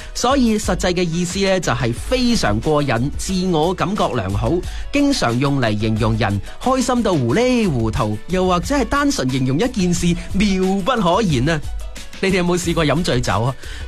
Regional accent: Guangdong, China; 我哋广东人

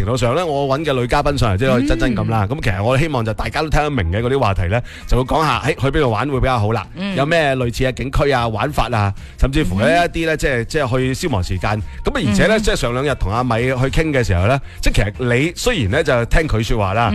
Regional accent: Guangzhou, Guangdong, China; 我作为广州人

